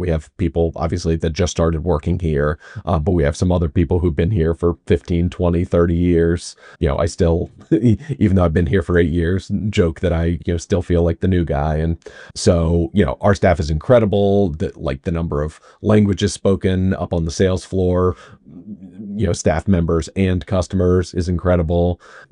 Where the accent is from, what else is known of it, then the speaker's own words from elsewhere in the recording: Arlington, Virginia, United States; also born or lived in Brooklyn; now in Washington, D.C., United States; Yes, I grew up in Arlington, so yeah, grew up in the area. I live in D.C., have been in D.C. for the last 15, 16 years.